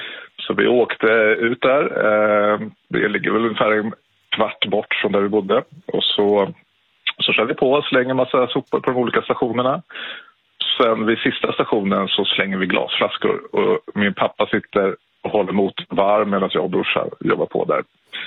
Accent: Täby, Stockholm County, Sweden; now in Skarpnäck, Stockholm, Sweden; när jag var 18 år, 1998, och bodde i Täby där jag växte upp.

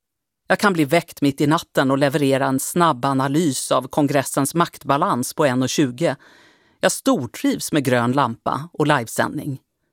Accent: Halmstad, Halland County, Sweden; also born or lived in Stockholm; Jag är född i Stockholm, uppvuxen i Halmstad med 2 småsystrar och våra föräldrar, Anna-Karin och Anders

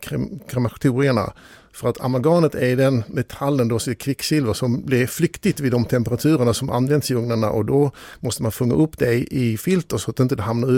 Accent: Netherlands; Vi är ärliga holländare och tycker att det här är viktigt att öppna med alla data.

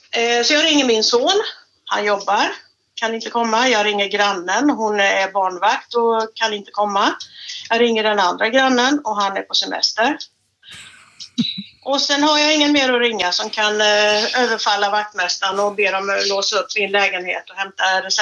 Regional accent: Ulricehamn, Västra Götaland County, Sweden; now in Bottnaryd, Sweden; Jag kom ifrån Ulricehamn och jag är bottnare nu. Så vi är i Småland i alla fall.

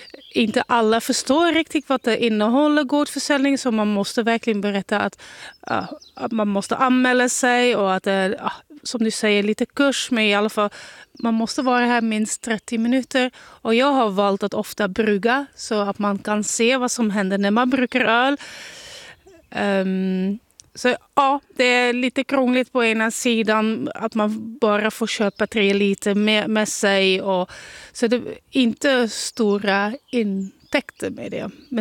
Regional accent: Netherlands; now in Sweden; jag är från Nederländerna

